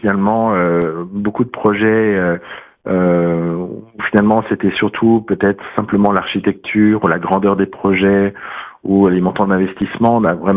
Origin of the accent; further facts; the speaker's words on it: France; mais en tant que Français, je me réjouis de voir 5 très beaux projets